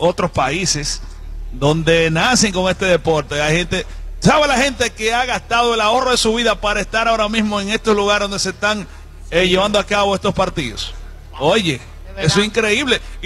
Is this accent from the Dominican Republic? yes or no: yes; Dominican Republic; en el país de nosotros, aquí nosotros somos dominicanos.